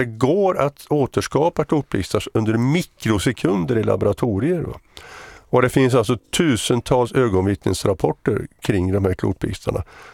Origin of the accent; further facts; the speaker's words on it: Mariestad, Västra Götaland County, Sweden; born there; Lyrestad, eller Lyrsta som vi säger hemma, jag är född i Mariestad.